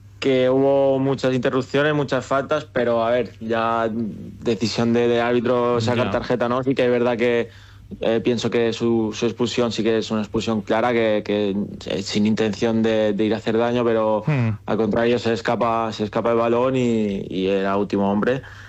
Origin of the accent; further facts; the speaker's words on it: Manacor, Balearic Islands, Spain; de ahí, tengo muchísimos amigos y bueno, soy de Manacor